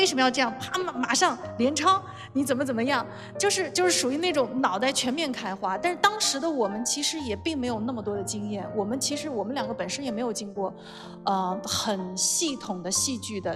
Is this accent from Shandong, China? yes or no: yes; Shandong, China; moved away as an adult; 其实从小因为我在山东长大嘛，在北方，而且因为我也是属于这个父母都是非常普通的工人